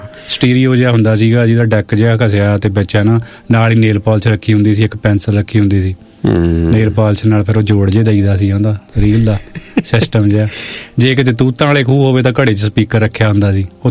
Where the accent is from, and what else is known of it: Narangwal, Punjab, India; born or raised there